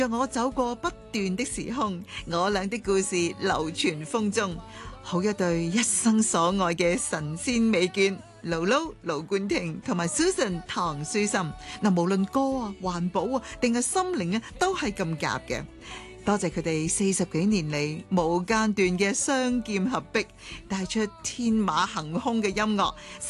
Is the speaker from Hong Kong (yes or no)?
yes; Hong Kong